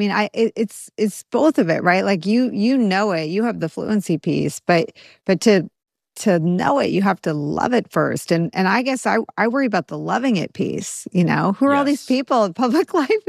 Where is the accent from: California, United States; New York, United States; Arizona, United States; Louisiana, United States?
New York, United States; And I'm biased, right? I'm a New Yorker.